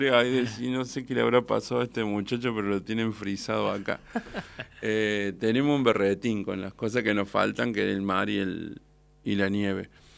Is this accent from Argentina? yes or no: yes; Córdoba, Argentina; born there; accent: Cordobés; Nací en el Mediterráneo